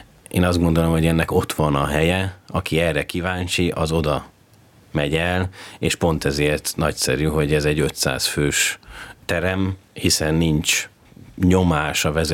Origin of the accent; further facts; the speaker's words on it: Budapest, Hungary; én 2019 óta vezényelek abban a színházban, amelyben én fölnőttem, hiszen mindkét szülőm ott dolgozott, édesapám ott volt karmester, édesanyám a kórusban ott énekelt. Talán nem nagy képűség azt mondani, hogy én haza jövök a Magyar Állami Operaházban